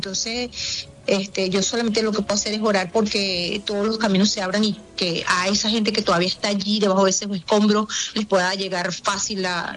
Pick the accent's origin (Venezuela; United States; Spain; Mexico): Venezuela; todo lo que nosotros como venezolanos hemos tenido que vivir durante todos estos años